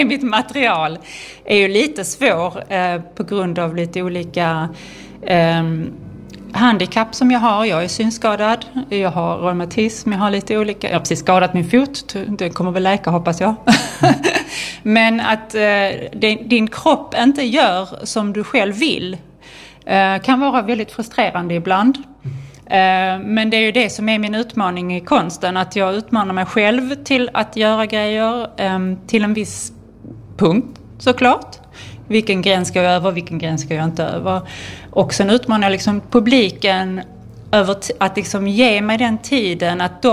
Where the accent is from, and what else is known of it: Malmö, Skåne, Sweden; born or raised there; also born or lived in Berlin